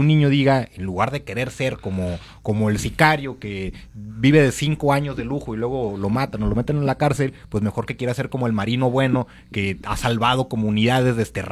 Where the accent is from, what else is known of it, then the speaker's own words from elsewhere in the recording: Sinaloa, Mexico; yo soy de Sinaloa, mi familia es de Los Mochis, y te puedo decir que en las zonas rurales de allá